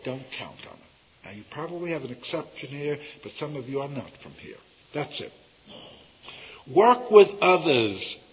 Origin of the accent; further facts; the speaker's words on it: United States; I come from America where we got Texas.